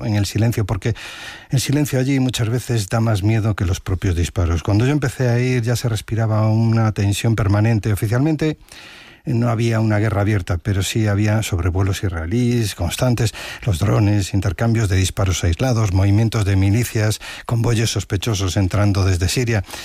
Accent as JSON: {"language": "Spanish", "region": "Galicia", "country": "Spain", "said": "Y a mí, personalmente, que soy gallego, me recordaba mucho la época del Prestige en mi querida Galicia."}